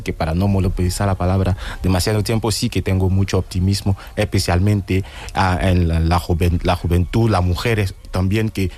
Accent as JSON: {"language": "Spanish", "country": "Côte d’Ivoire", "second_language": "Spanish", "said": "yo mismo, habiendo estudiado en Costa de Marfil, mi país de origen, he estudiado español durante 5 años en el instituto."}